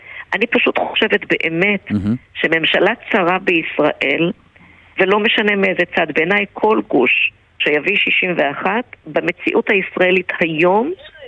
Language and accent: Hebrew; Beit Shemesh, Jerusalem District, Israel; אני שבאה מבית שמש ונמצאת בקריית שמונה